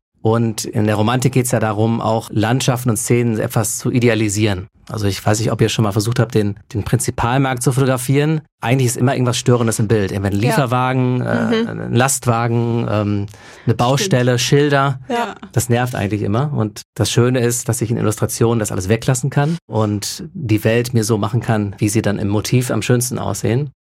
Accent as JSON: {"language": "German", "town": "Münster", "region": "North Rhine-Westphalia", "country": "Germany", "tie": "born or raised there", "said": "ich bin so als Münsteraner mit der Skateboard-Kultur groß geworden, mit Titus."}